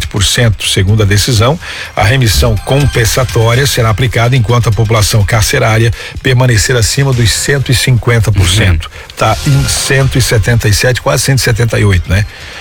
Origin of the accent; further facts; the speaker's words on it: Santo Amaro da Imperatriz, Santa Catarina, Brazil; born there; em Santo Amaro da Imperatriz, onde eu nasci, lá na Grande Florianópolis.